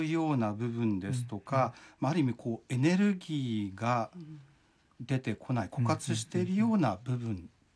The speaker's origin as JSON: {"language": "Japanese", "town": "Yatsushiro", "region": "Kumamoto", "country": "Japan", "tie": "born or raised there", "said": "私八代市の出身で"}